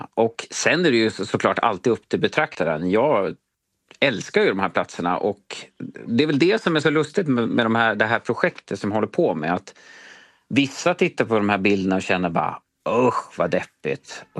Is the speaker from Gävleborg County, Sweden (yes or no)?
yes; Gävle, Gävleborg County, Sweden; Jag är ju själv från Gävle och jag tycker som Gävle, det är väl en fin stad.